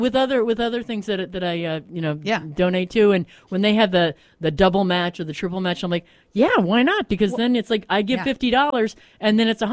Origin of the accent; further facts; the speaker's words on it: Illinois, United States; born there; also born or lived in San Diego, California; now in Vermont, United States; I grew up in California, San Diego, and then in Illinois.